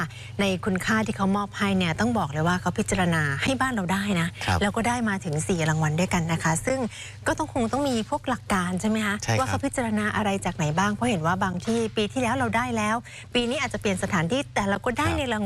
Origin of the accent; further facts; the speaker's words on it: Chonburi, Thailand; เกิดและโตที่นั่นมาครึ่งชีวิตเหมือนกันแต่ว่าไม่เคยไปค